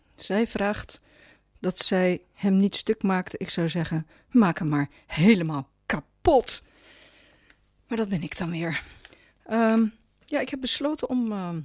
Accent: Randstad, Netherlands; accent: Randstad; Mijn accent is van de Randstad.

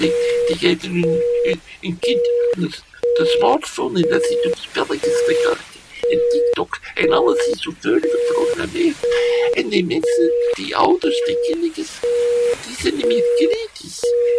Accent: Belgium; Alleen, als Belg moet er maar geen slechte frietjes serveren.

